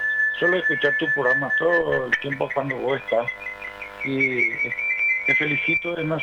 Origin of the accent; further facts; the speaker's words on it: San Estanislao, San Pedro, Paraguay; also born or lived in Asunción; now in San Lorenzo, Paraguay; yo soy de oriundo de la ciudad de San Estanislao.